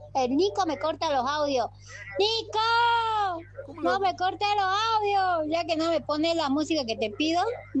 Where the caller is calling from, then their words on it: Salta, Argentina; Yo soy de Salta, no soy de Chavarría. Yo soy Salta, la linda, la estercita, la hermosa.